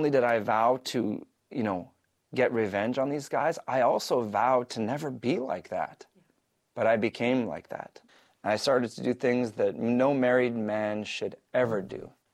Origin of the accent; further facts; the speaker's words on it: Winnipeg, Manitoba, Canada; now in Calgary, Canada; And, you know, throughout the years, so then I moved from Winnipeg to Calgary. Then I become a Calgary Stampeders fan, okay?